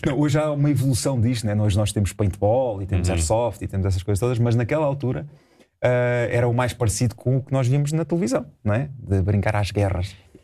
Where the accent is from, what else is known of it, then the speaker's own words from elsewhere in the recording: Caldas da Rainha, Centro, Portugal; also born or lived in Lisbon; Eu nasci em Lisboa até aos meus 3 anos. Vivi com os meus pais até aí. Depois os meus pais separaram-se e eu fui viver para as Caldas.